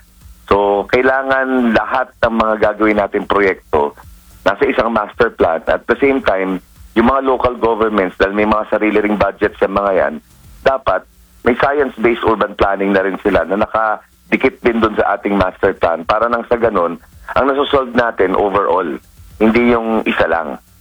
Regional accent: Parañaque, Metro Manila, Philippines; sa amin sa Paranaque, asinan to eh, before.

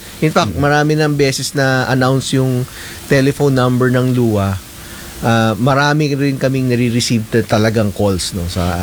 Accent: Bulacan, Central Luzon, Philippines; Taga-Bulacan ako

